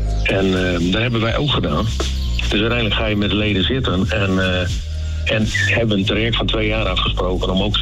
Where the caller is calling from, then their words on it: Groningen, Netherlands; Ja, weet je, ik ben toch een echte Groninger.